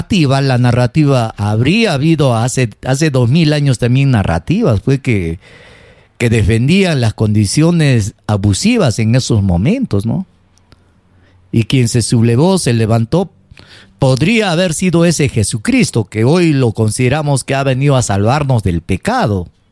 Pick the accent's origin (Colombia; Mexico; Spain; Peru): Peru; Yo soy un serrano